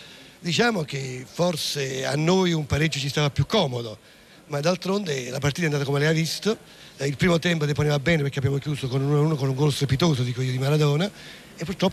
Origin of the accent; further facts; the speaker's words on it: Naples, Campania, Italy; A noi da napoletani diciamo sempre scaramanticamente, non diciamo che abbiamo vinto finché la matematica non dà ragione.